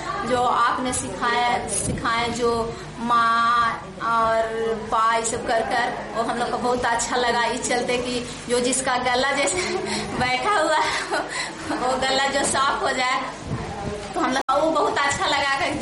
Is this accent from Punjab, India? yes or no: no; Deo, Bihar, India; मैं देव की रहने वाली हूँ, मैं यहाँ की दर्ज हूँ